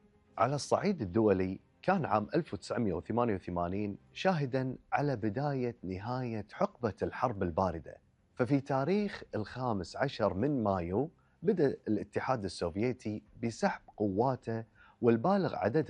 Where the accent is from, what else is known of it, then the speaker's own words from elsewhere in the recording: Kuwait; ديرتنا الكويت